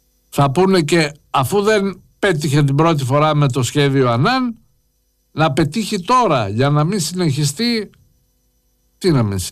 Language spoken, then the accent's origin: Greek; Greece